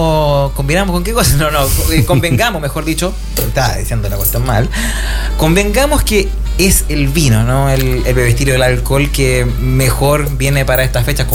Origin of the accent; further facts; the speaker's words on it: La Florida, Santiago Metropolitan Region, Chile; con mis amigos de donde soy nacido y criado, que es en la comuna de La Florida, que vaya, que es una de las comunas más pobladas del país